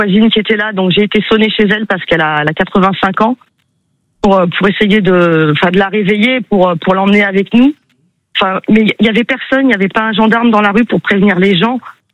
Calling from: Braud-et-Saint-Louis, Nouvelle-Aquitaine, France; Je suis à Broye-Saint-Louis.

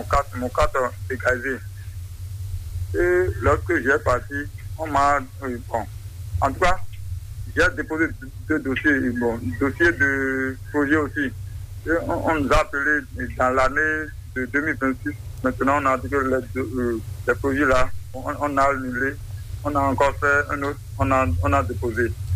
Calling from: Porto-Novo, Ouémé, Benin; J'appelle de Porte-Nouveau, commune d'Agara

